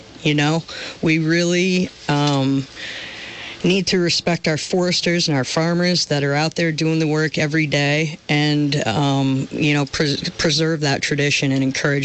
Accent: Barre, Vermont, United States; I grew up in Barrie. Some of the family's been there since there was a Barrie.

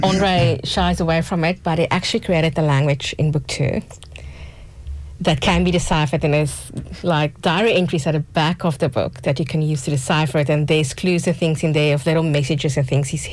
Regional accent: South Africa; Well, growing up in South Africa, you always had something to drink in your hand and something to eat in the other hand.

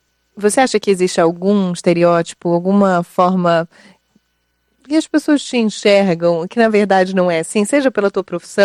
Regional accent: Portugal; now in Brazil; Eu sou portuguesa.

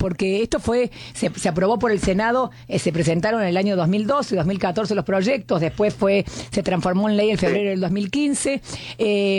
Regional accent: Argentina; Obviamente, como argentinos, también tenemos que hacernos cargo

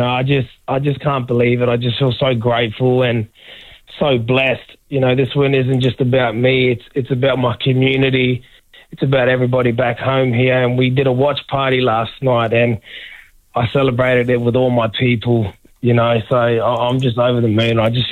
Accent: Northern Territory, Australia; born there; I did a big watch party here in my hometown.

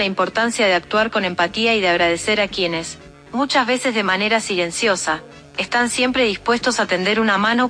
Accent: Argentina; la argentina más mexicana.

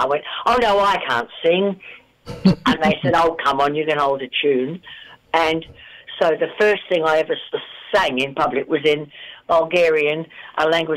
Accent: London, United Kingdom; moved away as an adult; now in Australia; I came to Australia from London in 1978 because I was, I think I was running away from a man and Margaret Thatcher, not necessarily in that order. And so I came to Australia just for 2 years to have a look.

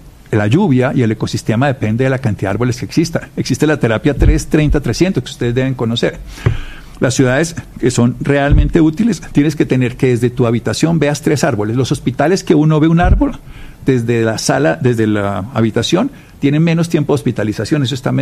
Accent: Armero, Tolima, Colombia; yo soy de Armero

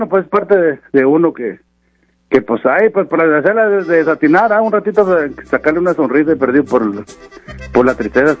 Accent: Torreón, Coahuila, Mexico; Yo soy de acá de Torreón, Coahuila.

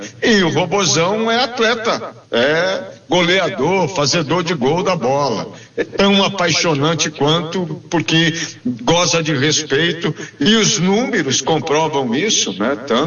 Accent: Brazil; não sei se só para nós que somos brasileiros, né?

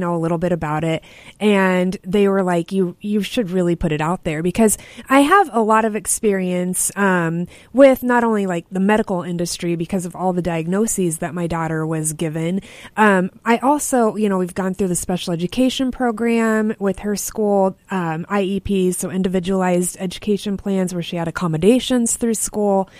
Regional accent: Monmouth, Illinois, United States; moved away as an adult; also born or lived in Nebraska; now in Peoria, United States; Okay, backstory is I'm from Monmouth, so not far from here.

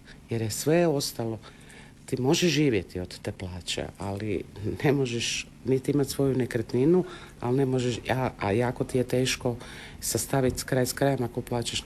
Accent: Zagreb, City of Zagreb, Croatia

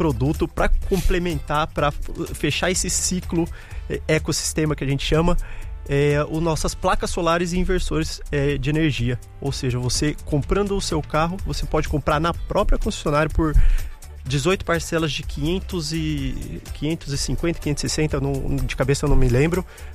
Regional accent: São Paulo, Brazil; Eu uso até eu como exemplo, eu sou do interior de São Paulo também, eu vou direto ali pra Marília.

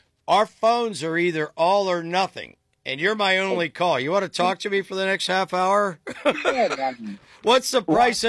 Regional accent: Dover, Ohio, United States; my hometown of Dover

